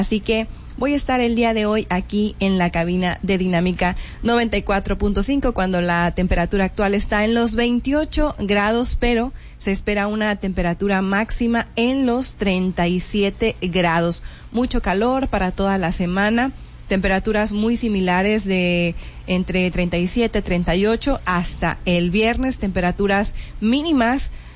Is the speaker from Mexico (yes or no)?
yes; Mexico; obviamente soy mexicana